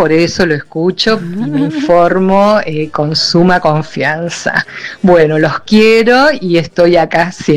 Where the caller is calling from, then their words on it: Burzaco, Buenos Aires Province, Argentina; vivo en Bursaco, soy docente y psicopedagoga.